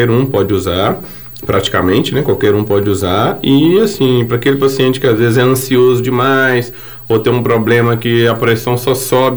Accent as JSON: {"language": "Portuguese", "town": "São Gonçalo do Rio Abaixo", "region": "Minas Gerais", "country": "Brazil", "tie": "born or raised there", "said": "eu sou de São Gonçalo do Rio Abaixo. Eu brinco que eu sou nascido, criado, batizado e casado em São Gonçalo, né? Mas assim, tenho raízes aqui também, né?"}